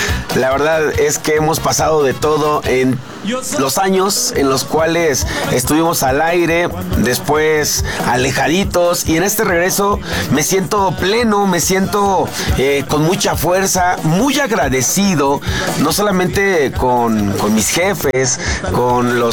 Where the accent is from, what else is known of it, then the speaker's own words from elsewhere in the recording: Mexico City, Mexico; now in Toluca, Mexico; Aunque no soy de aquí realmente, soy de la Ciudad de México, pero Toluca me adoptó desde que llegué. Llevo ya un buen rato viviendo aquí, aquí nació mi hija